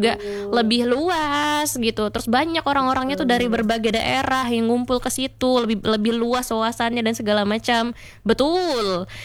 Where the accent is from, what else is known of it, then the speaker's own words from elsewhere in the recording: Tanjung Pinang, Riau Islands, Indonesia; okay, kita emang dari kota Tanjung Pinang gitu, kota yang kecil atau mungkin bahkan gak banyak orang yang tahu dengan kota ini.